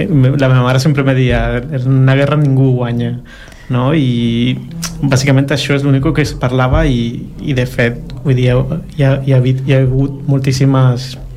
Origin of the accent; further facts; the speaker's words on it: El Salvador; Sí, bueno, jo vaig néixer a Salvador en un context de postguerra. Vaig viure la meva infància en aquest context.